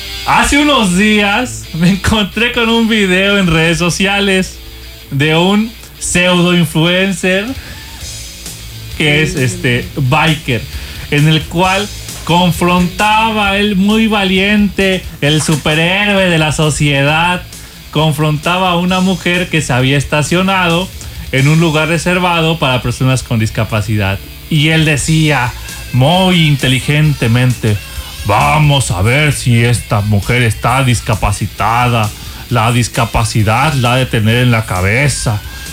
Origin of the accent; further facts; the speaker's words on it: Mexico; nosotros somos mexicanos